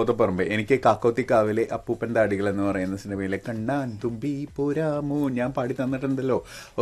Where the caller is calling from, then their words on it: Arookutty, Kerala, India; ഞാൻ അരൂക്കിറ്റിയിൽ നിന്നാണ് മെസ്സേജ് അയക്കുന്നത്.